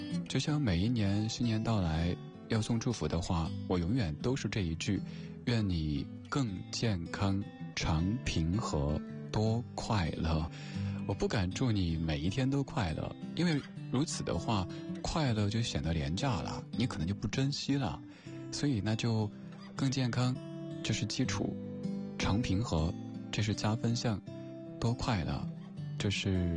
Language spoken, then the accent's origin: Chinese; Sichuan, China; 在我家乡四川